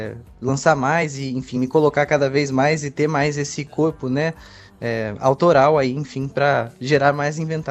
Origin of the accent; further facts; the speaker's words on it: Resende, Rio de Janeiro, Brazil; also born or lived in São Paulo; now in Rio de Janeiro, Brazil; Eu não nasci no Rio, eu nasci em São Paulo, mas muito cedo a minha mãe mudou para Resende, né, ali no interior do Rio.